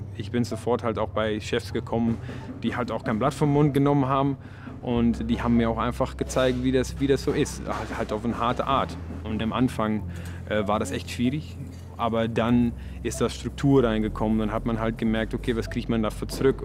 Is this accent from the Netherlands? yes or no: yes; Netherlands; German is a second language; moved away; als Kind auch immer zur Schule, 15 Kilometer hin, 15 Kilometer zurück. Das ist einfach normal in den Niederlanden.